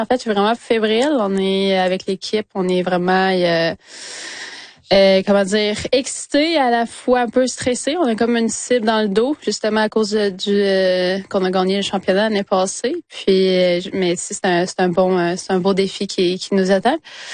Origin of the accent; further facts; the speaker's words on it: Quebec, Canada; born there; also born or lived in Trois-Rivières, Quebec; now in Montreal, Canada; J'ai grandi un peu... en ville et un peu à Wimontashi, justement. J'ai grandi à Trois-Rivières